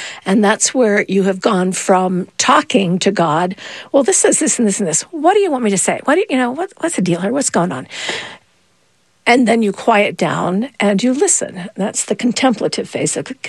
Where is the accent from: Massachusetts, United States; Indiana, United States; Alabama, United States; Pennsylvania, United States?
Pennsylvania, United States; Latrobe; I'll send you to my hometown, Latrobe, Pennsylvania. It's got the oldest Benedictine archabbey in the country.